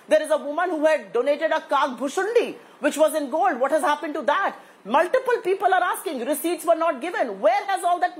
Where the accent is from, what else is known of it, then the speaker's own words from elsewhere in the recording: Uttar Pradesh, India; I come from Uttar Pradesh.